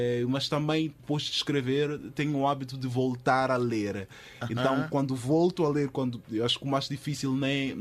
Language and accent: Portuguese; Mozambique; Mas também, no nosso dia a dia, como moçambicanos